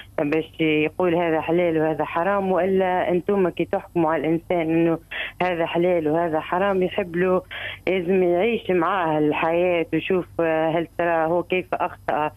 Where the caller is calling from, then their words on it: Mahdia, Mahdia Governorate, Tunisia; معك من المهدية.